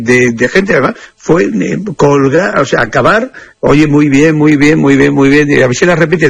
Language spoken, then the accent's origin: Spanish; Trujillo, Extremadura, Spain; born or raised there